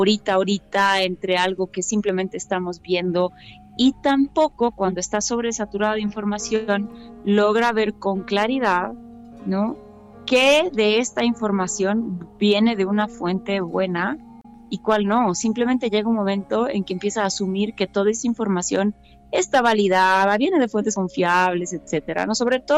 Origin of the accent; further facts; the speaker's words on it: La Paz, Bolivia; como decimos en La Paz